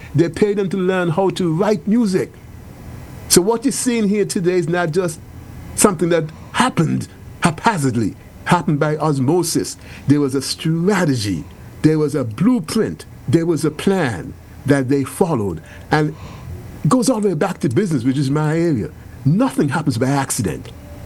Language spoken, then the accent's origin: English; Antigua & Barbuda; as a kid growing up in Antigua playing steel band